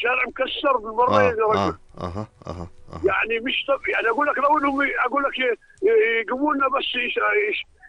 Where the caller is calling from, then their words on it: Amman, Amman Governorate, Jordan; بحكي معك تقريبا من ابو علنده، يعني بين الجويده وابو علنده